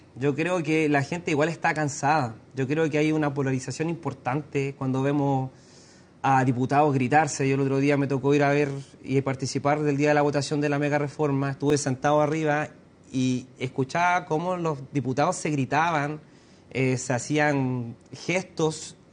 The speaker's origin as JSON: {"language": "Spanish", "country": "Chile", "said": "Y creo que hoy día eso no afecta como chilenos porque finalmente tampoco es mi idea como alcalde venir a CNN"}